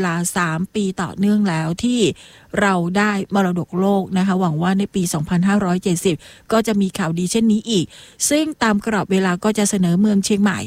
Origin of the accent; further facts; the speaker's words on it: Southern Thailand, Thailand; ซึ่งเราชาวใต้จะเรียกกันว่าวัดพระธาตุนครศรีธรรมราชนะคะก็เป็นศูนย์รวมจิตใจของคนไทยและโดยเฉพาะชาวใต้มาอย่างช้านานทีเดียวนะคะ